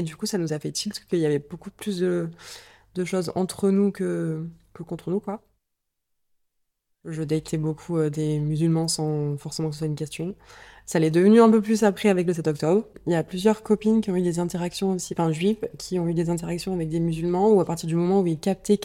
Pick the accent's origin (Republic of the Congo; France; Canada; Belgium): France; Marseille, Provence-Alpes-Côte d'Azur; j'ai 28 ans, j'ai grandi à Marseille. Je viens d'une famille où le côté maternel est tunisien et juif, et le côté paternel est arménien. Du coup, j'ai grandi surtout dans la communauté arménienne à Marseille, et pas tellement la communauté juive.